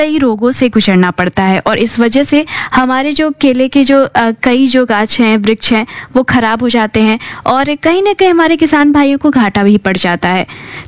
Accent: Bihar, India; हमारा सौभाग्य है कि हम बिहारी हैं

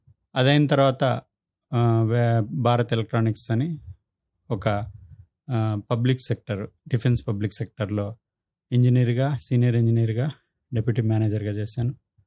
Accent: V. Kota, Andhra Pradesh, India; moved away as an adult; also born or lived in Hyderabad / Chennai; నేను పుట్టింది వికోట, వెంకటగిరి కోట, చిత్తూరు డిస్ట్రిక్ట్.

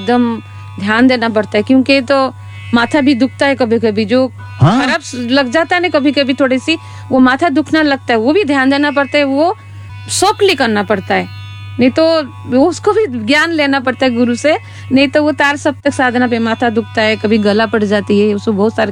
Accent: Odisha, India; मैं ओडिशा से हूँ।

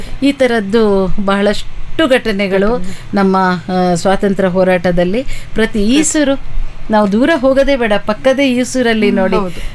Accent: Thirthahalli, Karnataka, India; ನಾನು ಬೇಸಿಕಲಿ ತೀರ್ಥಹಳ್ಳಿಯವಳು.

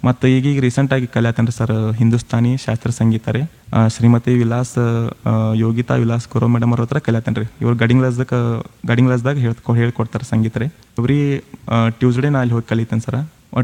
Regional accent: North Karnataka, India; ಈ ಕಡೆ ಉತ್ತರ ಕರ್ನಾಟಕ ಕಡೆ

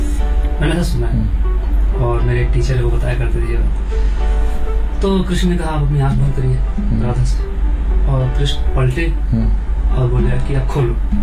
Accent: Lucknow, Uttar Pradesh, India; मैं जैसे मैं लखनऊ से हूँ, तो मेरी उर्दू थोड़ी अच्छी ग्रिप है उर्दू पे

